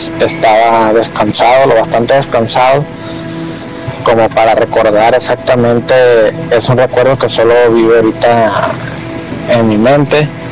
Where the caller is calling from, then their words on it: Sinaloa, Mexico; Yo soy de Sinaloa.